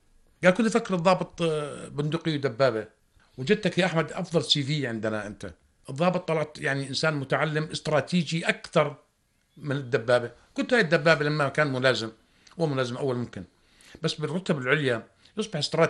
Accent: Jordan; احنا الأردنيين

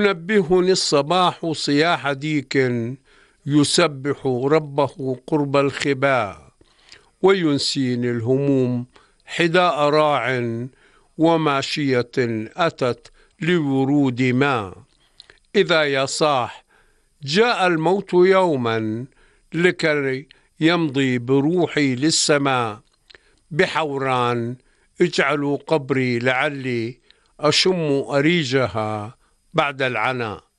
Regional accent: Jordan

